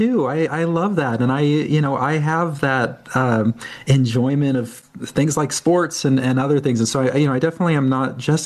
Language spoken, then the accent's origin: English; Omaha, Nebraska, United States; when I grew up in Omaha, Nebraska.